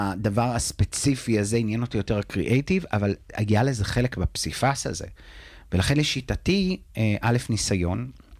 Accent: Tirat Carmel, Haifa District, Israel; now in Tel Aviv, Israel; אני במקור מטירת הכרמל, כדי לצאת מהפריפריה ולעשות את מה שאני רוצה לעשות, ולהתעסק בתחום הזה שאני כל כך אוהב, אני חייב לעבור לתל אביב.

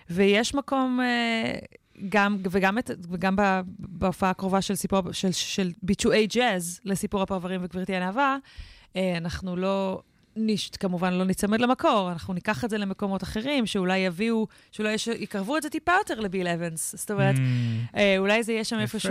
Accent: Kiryat Tiv'on, Northern District, Israel; בעיירה קטנה בטבעון שגדלתי בה

